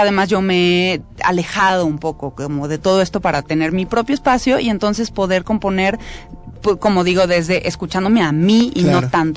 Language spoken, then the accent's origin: Spanish; Guadalajara, Jalisco, Mexico; now in Mexico City, Mexico; El sitio, a pesar de que yo soy de Guadalajara, el sitio donde empecé a componer fue aquí en la Ciudad de México.